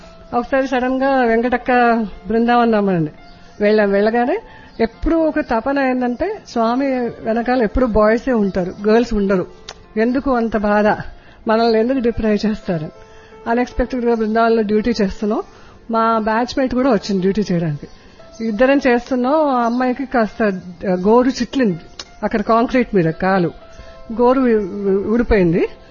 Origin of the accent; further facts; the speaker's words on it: Hyderabad, Telangana, India; నేను హైదరాబాద్ నుండి వచ్చాను.